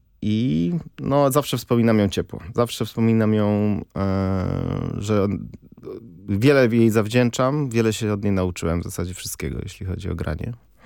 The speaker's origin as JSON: {"language": "Polish", "town": "Poznań", "region": "Greater Poland Voivodeship", "country": "Poland", "tie": "born or raised there", "moved": "as an adult", "lives_now": "Warsaw, Poland", "said": "Jako rodowity Poznaniak i Polak"}